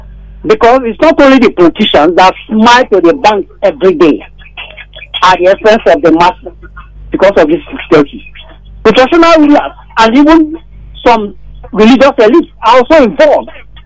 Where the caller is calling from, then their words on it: Nigeria; I'm calling from Abanaje, Nikosu.